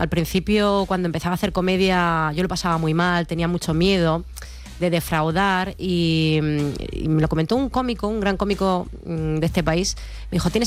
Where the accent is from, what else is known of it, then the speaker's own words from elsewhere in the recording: Bilbao, Basque Country, Spain; ya me di cuenta de que era otra cosa, pero yo soy de Bilbao, no podía reculear.